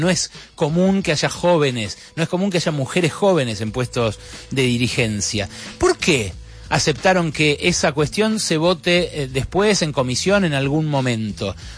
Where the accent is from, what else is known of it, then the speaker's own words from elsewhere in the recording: Argentina; de que esta ley iba en contra de eso que somos los argentinos